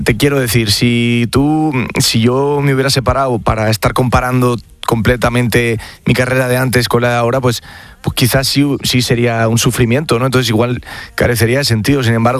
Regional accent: Spain; pero bueno, de primera mano en España, en mi país, abrazó la primera canción que saqué, que se llamaba

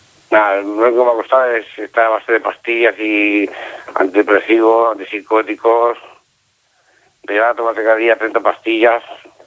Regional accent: Lleida, Catalonia, Spain; Yo soy de Lleida.

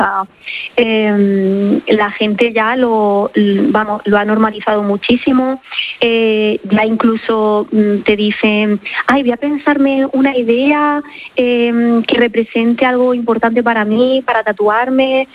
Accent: Almería, Andalusia, Spain; porque bueno, soy de Almería, aunque llevo muchísimos años aquí, y el mar siempre me ha llamado mucho.

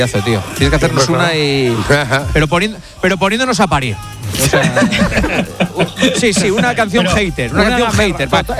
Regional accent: Gijón, Asturias, Spain; No, no como yo, que soy de Gijón y soy un saborío.

